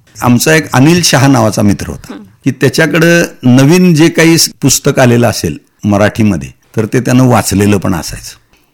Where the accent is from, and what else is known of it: Sangli, Maharashtra, India